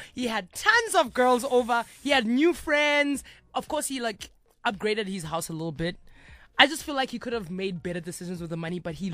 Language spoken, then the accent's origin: English; Johannesburg, Gauteng, South Africa; my house where I grew up in Soweto Kumlapo.